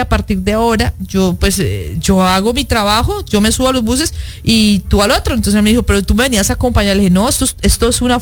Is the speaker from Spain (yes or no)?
no; Colombia; moved away as an adult; now in Miami, United States